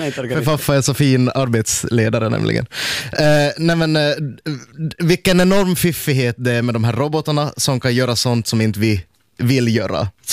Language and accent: Swedish; Ostrobothnia, Finland; Jag var hemma. hemma i Österbotten.